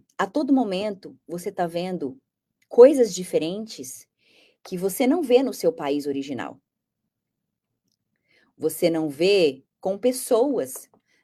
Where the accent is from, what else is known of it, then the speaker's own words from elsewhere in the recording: Brazil; Eu sou brasileira, eu tenho uma outra cultura.